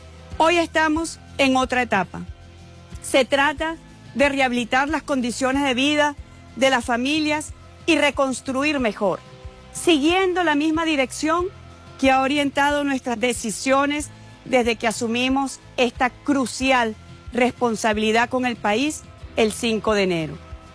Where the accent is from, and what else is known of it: Venezuela